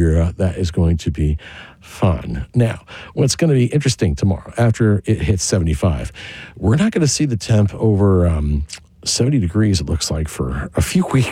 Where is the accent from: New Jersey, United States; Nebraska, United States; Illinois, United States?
New Jersey, United States; Toms River; it's 59 degrees in my hometown, Toms River